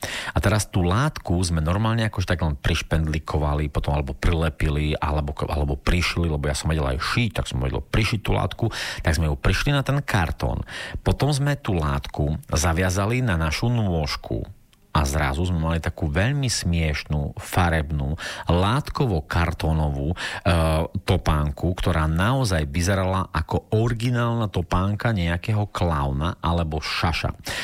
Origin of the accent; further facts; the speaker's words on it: Bardejov, Prešov Region, Slovakia; ja som vám hovoril, že teda pochádzam z Bardejova, že Bardejov teda bolo také obuvnícke mesto